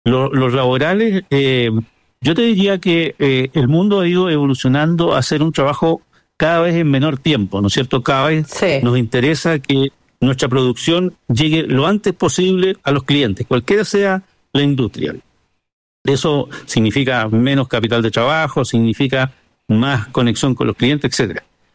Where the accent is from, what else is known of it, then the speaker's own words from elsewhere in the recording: Concepción, Biobío, Chile; Yo soy penquista, esta historia es en Concepción